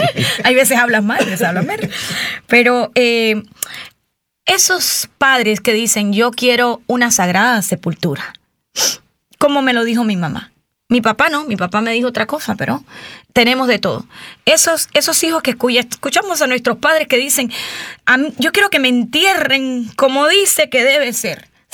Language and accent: Spanish; Cuba; moved away; Yo soy cubana, pero me quedé sin papá cuando tenía 10 años.